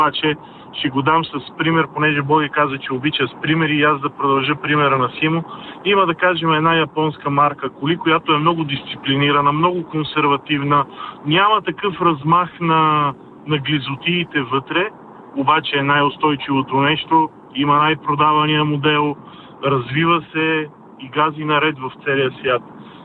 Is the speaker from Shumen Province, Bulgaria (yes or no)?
no; Sofia, Sofia City, Bulgaria; Добро утро, приятели. … от София.